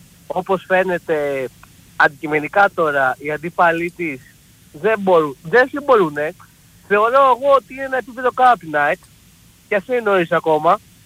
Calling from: Neo Irakleio, Attica, Greece; είμαι από το Νέο Ηράκλειο.

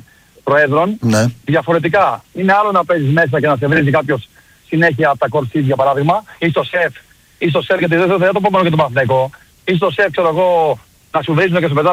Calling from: Peristeri, Attica, Greece; Εγώ είμαι από το Περιστέρι, Ολυμπιακός.

